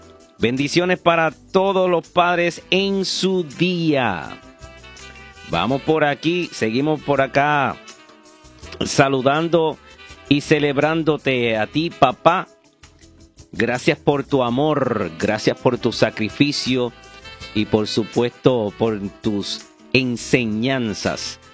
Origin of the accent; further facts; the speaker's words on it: Aguada, Puerto Rico; por supuesto en mi pueblo de Aguada